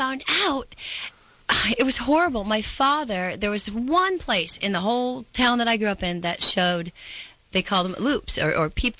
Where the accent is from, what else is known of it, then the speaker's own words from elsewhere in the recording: Illinois, United States; You know, I was really fresh from Illinois.